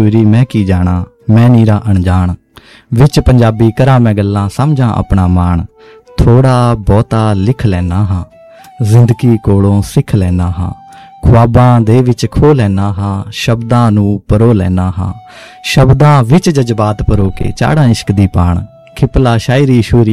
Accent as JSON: {"language": "Punjabi", "area": "Mohali district", "region": "Punjab", "country": "India", "tie": "born or raised there", "moved": "yes", "said": "ਮੈਂ ਜਦੋਂ ਆਪਣੇ ਪਿੰਡ 'ਚ ਰਹਿੰਦਾ ਸੀਗਾ, ਪੰਜਾਬ 'ਚ, ਬੇਸਿਕਲੀ ਮੇਰਾ ਜਨਮ ਜਿਹੜਾ ਪੰਜਾਬ ਦਾ ਹੈ, ਮੋਹਾਲੀ ਡਿਸਟ੍ਰਿਕਟ ਹੈ ਮੇਰਾ"}